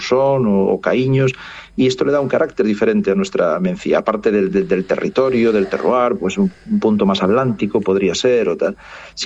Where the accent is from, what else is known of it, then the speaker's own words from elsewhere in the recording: Galicia, Spain; como buen gallego, yo se lo digo a mis alumnos